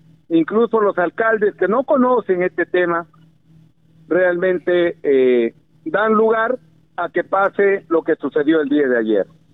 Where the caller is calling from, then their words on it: Olmos, Lambayeque, Peru; poderme dirigir a mi pueblo de Olmos